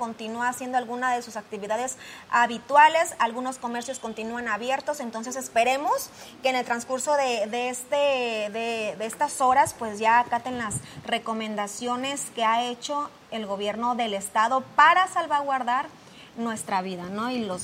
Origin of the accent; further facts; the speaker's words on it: Santiago Ixcuintla, Nayarit, Mexico; born there; now in Tepic, Mexico; en Santiago Ixcuintla, desde ayer, mi tierra, justamente